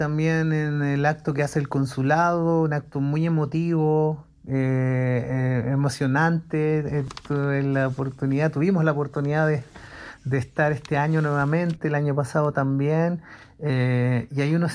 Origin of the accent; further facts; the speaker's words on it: Chile; Nosotros, que somos de un país que está en un rincón del mundo, somos del Cono Sur, está la cordillera, el mar, tenemos nuestra visión particular.